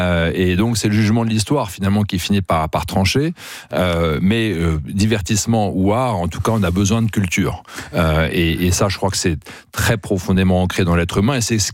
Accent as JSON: {"language": "French", "country": "France", "said": "On est français, pourquoi ? Pas parce qu'on parle français uniquement ou qu'on a un passeport français."}